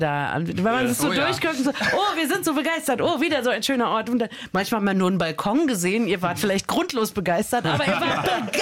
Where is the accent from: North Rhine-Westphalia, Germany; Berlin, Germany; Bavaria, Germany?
Berlin, Germany; Ich bin in Berlin aufgewachsen, ich habe ganz wenig Zeit außerhalb der Stadt verbracht, sie hat mich immer umgeben